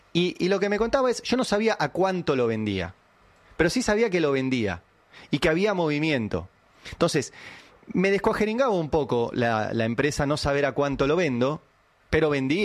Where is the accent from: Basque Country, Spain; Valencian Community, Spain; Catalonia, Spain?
Catalonia, Spain; para mí, ya que soy catalán y consultor político